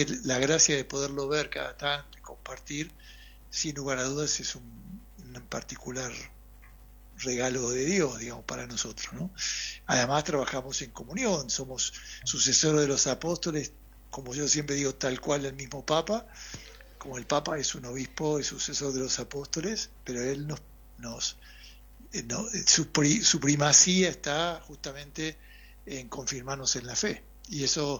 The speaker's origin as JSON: {"language": "Spanish", "country": "Argentina", "said": "soy de Argentina"}